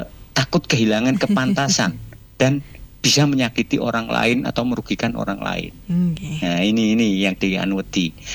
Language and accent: Indonesian; Java, Indonesia; kita ini orang Jawa